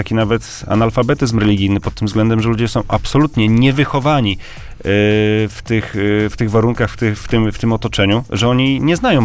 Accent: Zielona Góra, Lubusz Voivodeship, Poland; moi to z Podola, dlatego że no, ja pochodzę z Zielonej Góry, także wiadomo. Przesiedleńcy i tak dalej.

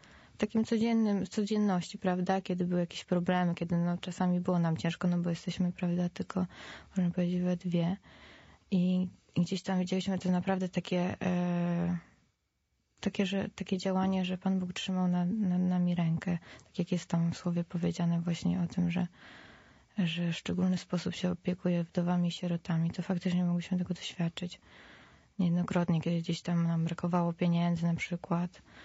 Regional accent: Radom, Masovian Voivodeship, Poland; Ja pochodzę z Radomia, także w mieście.

